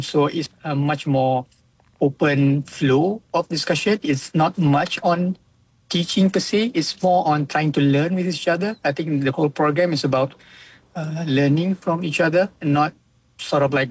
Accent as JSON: {"language": "English", "country": "Malaysia", "said": "we as a Malaysian or as a Southeast Asian"}